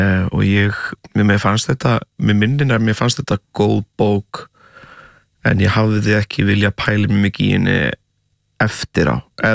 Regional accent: Portugal; Ég, eins og ég hef sagt svona 300 sinnum og fólk örgulega þreytt á hér að það náttúrulega ólst upp í Portugal.

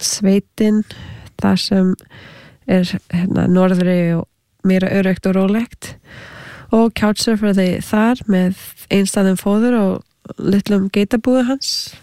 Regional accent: Canada; Icelandic is a second language; also born or lived in United States / Australia; ég ólst upp í Kanada með halv indverskri móðir frá Suður Ameríku svo ég var þegar alþjóðlegt barn og með nokkuð tungumál sem ég gat notað

